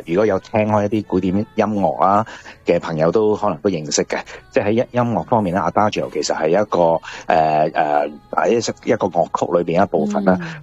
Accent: Hong Kong; now in Canada; 我哋香港人

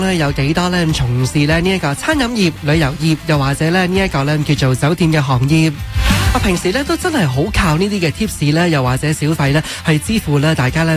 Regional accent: Canada; 我哋加拿大人啦，加拿大嘅国民啦

